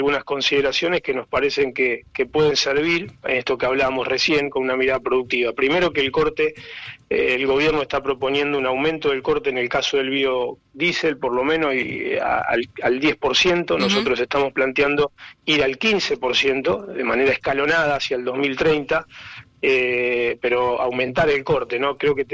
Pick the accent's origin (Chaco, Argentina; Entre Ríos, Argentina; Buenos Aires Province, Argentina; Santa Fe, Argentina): Santa Fe, Argentina; nosotros estamos también como santafesinos diciendo que también nos interesa el bioetanol, porque somos una provincia que producimos también maíz